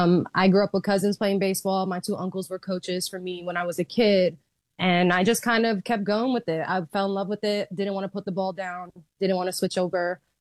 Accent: New York, United States; I'm a New Yorker born and raised here my entire life, still here.

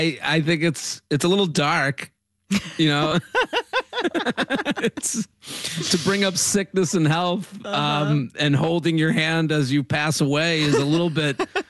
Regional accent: Needham, Massachusetts, United States; I'm from Needham.

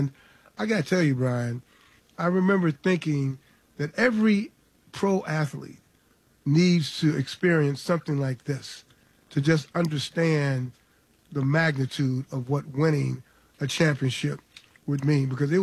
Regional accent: Chicago, Illinois, United States; because I grew up in Chicago, when the White Sox won the World Series

